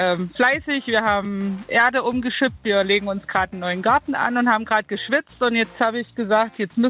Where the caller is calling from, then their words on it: Torgau, Saxony, Germany; Hallo, hier ist … aus Torgau.